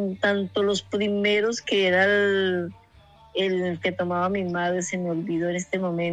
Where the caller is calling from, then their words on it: Calarcá, Quindío, Colombia; De aquí de Calarcá, del Eje Cafetero, Quindío.